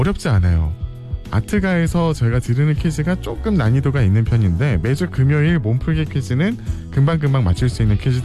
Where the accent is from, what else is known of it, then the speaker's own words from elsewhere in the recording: Gongju, South Chungcheong, South Korea; 안면도가 제가 저 어렸을 때 충남 공주시에 살았거든요.